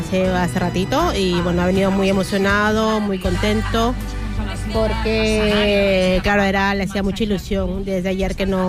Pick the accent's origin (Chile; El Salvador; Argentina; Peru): Peru; Él ha nacido aquí, pero no, yo soy de Perú y le dimos la bandera peruana